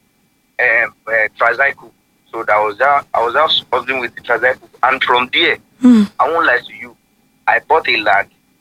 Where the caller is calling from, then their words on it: Nigeria; from Soka.